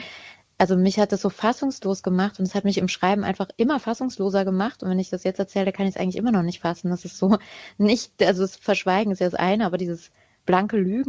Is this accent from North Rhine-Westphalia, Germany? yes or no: no; Hermeskeil, Rhineland-Palatinate, Germany; Also wie gesagt, geboren und aufgewachsen in Hermeskeil und dann als Erwachsene in den 30ern plötzlich erst mit anderen Augen auf das zu gucken, was vergangen ist